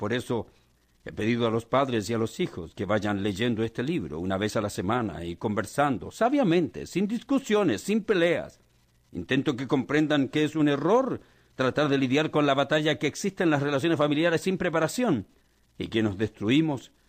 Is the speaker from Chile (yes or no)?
yes; Chile; en mi país, en Santiago, la capital de Chile.